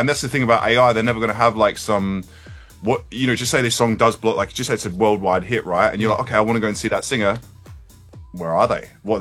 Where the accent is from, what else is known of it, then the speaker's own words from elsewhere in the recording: Adelaide, South Australia, Australia; moved away as an adult; also born or lived in Melbourne; now in Essex, United Kingdom; All right, so I am in London, but I grew up in Australia.